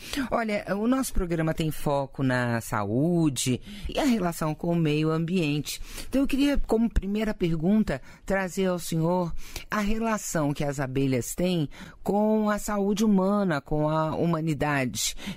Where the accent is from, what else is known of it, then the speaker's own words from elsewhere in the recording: Brasília, Federal District, Brazil; born there; also born or lived in Rondônia; Eu digo assim, gente, que quando eu nasci aqui em Brasília, né, Brasília era só o barro vermelho. As emas botavam a careta dentro da janela da minha casa, assim, né? Aí depois eu fui pra Rondônia